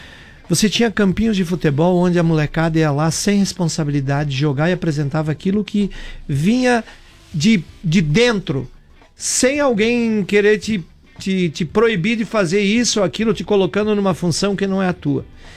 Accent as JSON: {"language": "Portuguese", "town": "Nova Itaberaba", "region": "Santa Catarina", "country": "Brazil", "tie": "born there", "said": "eu nasci em Nova Itaberaba, fui estudar num colégio de freiras."}